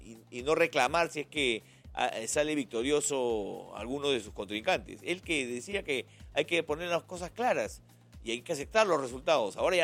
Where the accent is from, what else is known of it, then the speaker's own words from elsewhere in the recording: Peru; Somos reactivos los peruanos, ¿no?